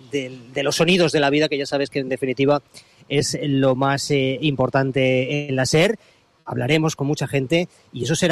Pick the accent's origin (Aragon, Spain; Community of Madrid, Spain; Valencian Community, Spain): Valencian Community, Spain; Denia; para los que somos de Denia y vivimos en Denia